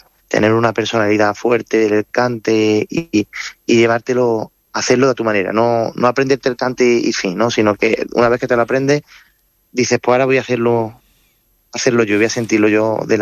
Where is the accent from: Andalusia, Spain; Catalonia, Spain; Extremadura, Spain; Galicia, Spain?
Andalusia, Spain; Córdoba; amo a mi tierra como Córdoba